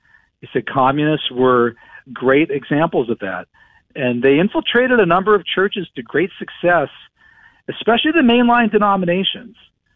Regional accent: Pittsburgh, Pennsylvania, United States; steel workers in Pittsburgh, my hometown

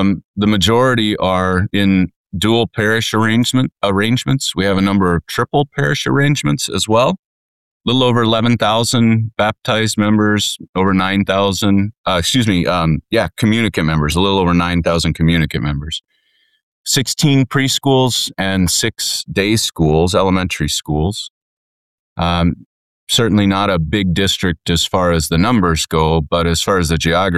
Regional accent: Kansas City, United States; now in Billings, United States; my hometown in Kansas City

